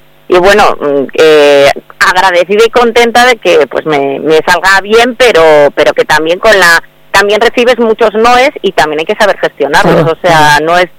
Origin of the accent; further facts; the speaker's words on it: San Sebastián, Basque Country, Spain; voy a Donosti en enero con … que está en el Victoria Eugenia, que estoy contenta de cantar por fin en mi tierra.